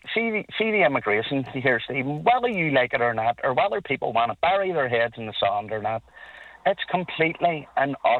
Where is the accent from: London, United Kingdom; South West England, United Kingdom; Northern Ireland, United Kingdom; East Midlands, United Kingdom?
Northern Ireland, United Kingdom; Ballybeen; now in Newtownards, United Kingdom; I'm originally from Ballybean.